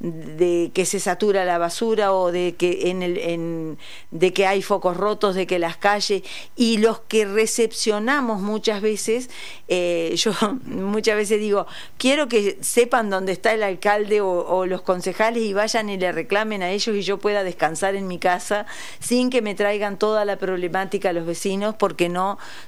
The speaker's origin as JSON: {"language": "Spanish", "region": "Colonia", "country": "Uruguay", "tie": "born or raised there", "said": "Muchos que hemos nacido y nos hemos criado en la costa del inmigrante o en las adyacencias, yo, todos saben, soy la única que vivo en Valdense y en la costa del inmigrante"}